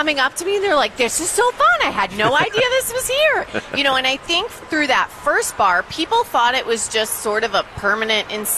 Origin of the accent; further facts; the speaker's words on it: East Coast, United States; now in St. Louis, United States; I grew up on the East Coast.